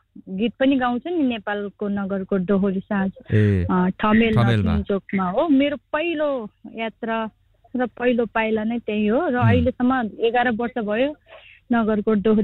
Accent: Sundar Bazar, Gandaki Province, Nepal; born there; now in Kathmandu, Nepal; हजुर, मेरो जन्म लमजुङ सुन्दर बजारमा भएको, अनि अहिले पछिल्लो पछि काठमाडौँ बसे, यतै पढ्ने अनि यतै गाउने रमाउने गर्दा गर्दा यो क्षेत्र छोड्नै सकेन कि

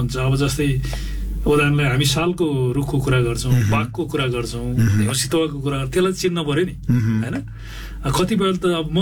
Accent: Barakot, Gandaki Province, Nepal; म पनि गाउँमा बाख्रा हेर्न जान्थेँ, मेरो गाउँ चाहिँ बागलुङको चाहिँ बाराकोट भन्ने गाउँ हो

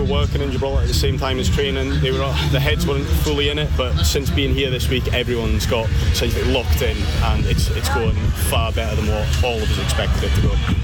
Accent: Scotland, United Kingdom; Obviously being Scottish, the cold is second nature to me, and this is perfect.

